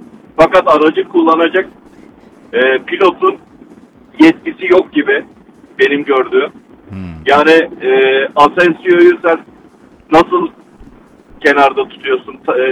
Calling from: İzmir, Turkey; İzmir Karşıyaka

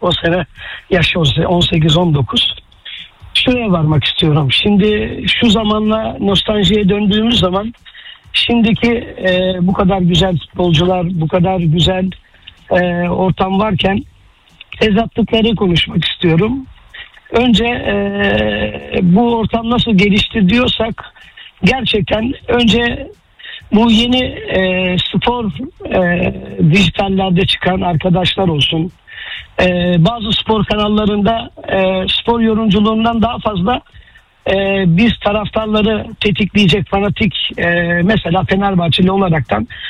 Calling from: Istanbul, Turkey; İstanbul'dan katılıyorum da. Biraz nostalji yapmak istiyorum sizinle. Benim yaşım aşağı yukarı 52-53.

